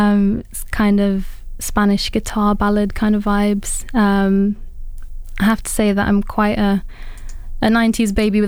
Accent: Leicester, East Midlands, United Kingdom; moved away as an adult; now in Leeds, United Kingdom; So I'm born and raised in Leicester and lived there my whole life.

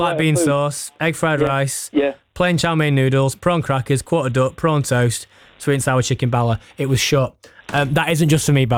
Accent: Yorkshire and the Humber, United Kingdom; See, I'm not really a tea drinker, which as a Yorkshireman at heart does cause some consternation

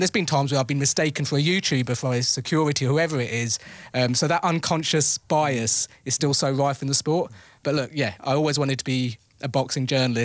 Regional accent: Gillingham, South East England, United Kingdom; I'm from Gillingham

